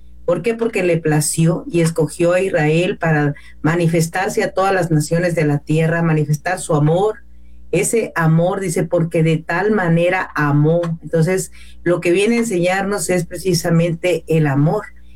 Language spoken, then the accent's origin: Spanish; Mexico; Nosotros no somos hebreos, no somos judíos, somos mexicanos, nos gustan los tamales